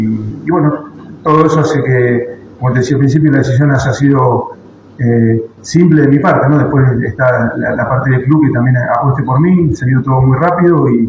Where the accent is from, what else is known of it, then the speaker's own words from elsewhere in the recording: Argentina; moved away as an adult; obviamente para ustedes también, somos argentinos. Y cuando salí a Perú fue una decisión difícil